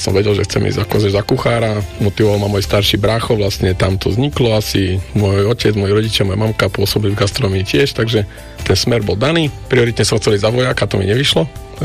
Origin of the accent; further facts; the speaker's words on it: Poprad, Prešov Region, Slovakia; moved away as an adult; now in Senec District, Slovakia; pochádzam z Popradu. Teraz dlhodobo žijem už v okrese Senec.